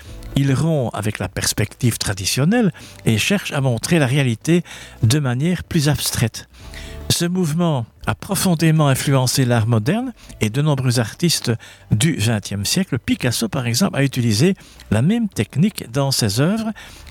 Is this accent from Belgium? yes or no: yes; Belgium; Et en tant que Belge, eh bien là j'ai vu de belles photos de deux anciens entraîneurs